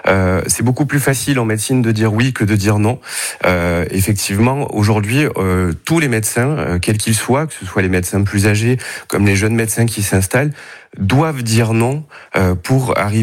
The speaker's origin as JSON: {"language": "French", "town": "Martigues", "region": "Provence-Alpes-Côte d'Azur", "country": "France", "tie": "born there", "said": "Je suis né à Martigues, je travaille sur Martigues"}